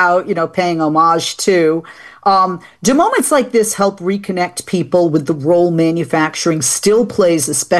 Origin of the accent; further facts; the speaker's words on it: Boston, Massachusetts, United States; I mean, look, I'm from Boston. We still call it the Garden.